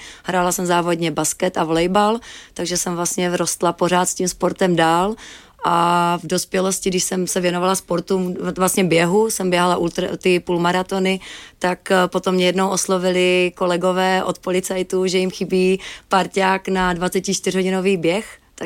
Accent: Jeseník, Olomouc Region, Czechia; Tak už jste řekl, že pocházím z Jeseníku, takže vyrostla jsem v krásných Jeseňských horách.

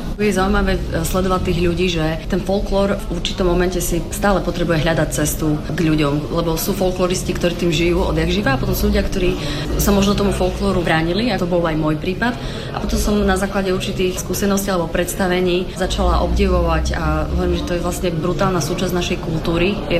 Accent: Prešov, Prešov Region, Slovakia; Pochádzam z Prešova, takže je to taká moja srdcovka.

